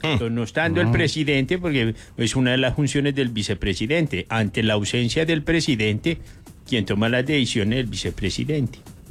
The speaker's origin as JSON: {"language": "Spanish", "country": "Colombia", "said": "a escuchar como colombianos que queremos una Colombia mejor"}